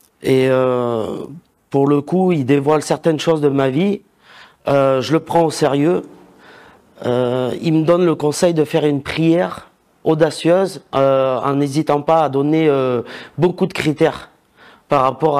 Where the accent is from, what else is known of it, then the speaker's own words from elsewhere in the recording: Perpignan, Occitanie, France; Bonjour Alonso, moi j'ai 37 ans … je suis de Perpignan.